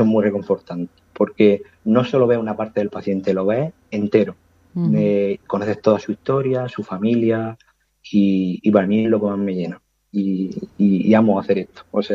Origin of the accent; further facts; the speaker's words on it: Abarán, Region of Murcia, Spain; now in Vega Baja, Spain; Yo soy murcianico, de un pueblo que se llama Abarán, que desde aquí le mando un saludo a todos mis paisanos. Pero vivo actualmente en la Vega Baja